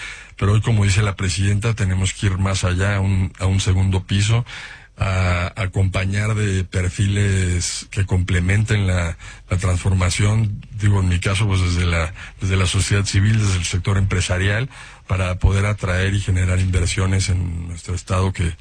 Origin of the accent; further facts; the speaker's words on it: Mexico; como ciudadano, como mexicano